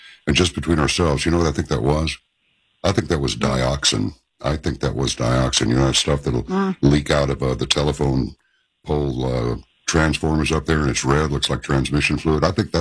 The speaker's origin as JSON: {"language": "English", "region": "Texas", "country": "United States", "said": "I'm from Texas."}